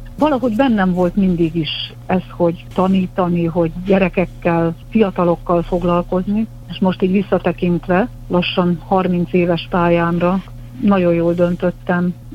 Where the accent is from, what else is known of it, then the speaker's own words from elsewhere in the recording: Szalmatercs, Nógrád, Hungary; also born or lived in Körmend, Hungary; Szalmatercsen cseperedtem, Karancságra jártam iskolába, két palóc falu